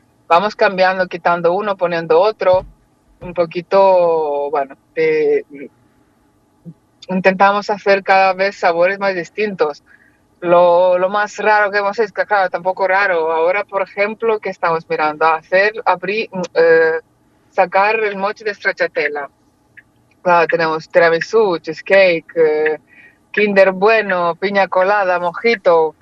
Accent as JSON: {"language": "Spanish", "country": "Moldova", "moved": "yes", "lives_now": "Barcelona, Spain", "said": "lo vi en una tienda en Moldavia, de donde soy yo, hace como 10 años"}